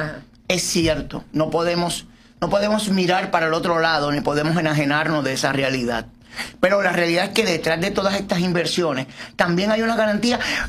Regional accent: Miches, El Seibo, Dominican Republic; born there; El mismo pueblo donde yo nací, el paraíso en este terreno, Miche.

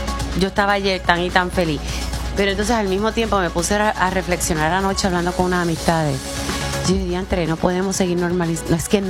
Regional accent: Puerto Rico; Pero así estamos en PR. Pero nada, somos boricua. Nosotros echamos para adelante.

